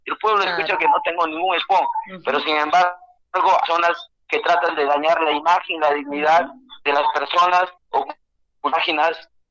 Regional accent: Tucumé, Lambayeque, Peru; cariño y consideración a mi pueblo de Tucumán

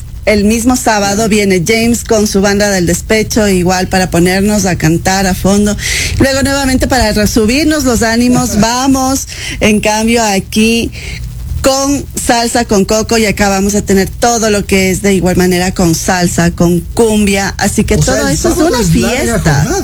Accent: Ecuador; nosotros como ecuatorianos

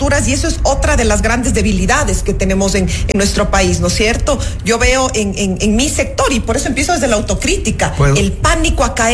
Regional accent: Ecuador; a nosotros nos ofende como ecuatorianos la balanza comercial.

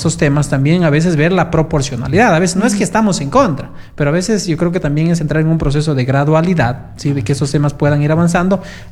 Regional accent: Quinara parish, Loja, Ecuador; born there; tengo amigos de mi parroquia de Quinara

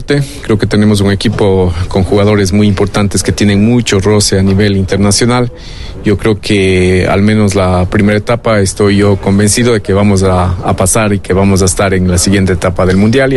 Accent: Ecuador; como ecuatoriano que soy

